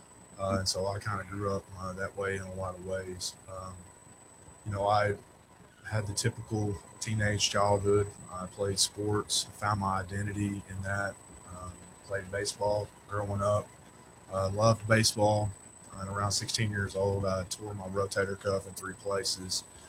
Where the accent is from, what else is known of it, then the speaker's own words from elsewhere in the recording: Fort Ice, Arkansas, United States; So I was raised in South Arkansas, a little town called Fort Ice. Go Red Bugs.